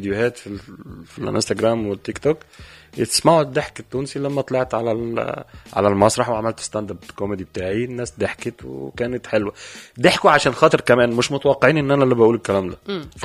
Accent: Egypt; بس هكون انا مصري ومعايا اتنين توانسه.

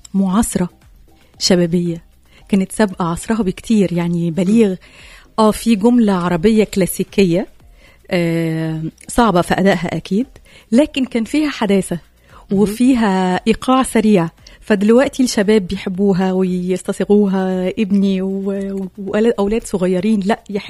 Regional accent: Egypt; وعندنا في مصر بنقول بنتسلطن اكتر.

